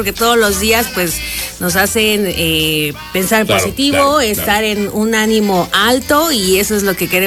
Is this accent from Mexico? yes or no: yes; State of Mexico, Mexico; Yo soy de México. De hacer... estado.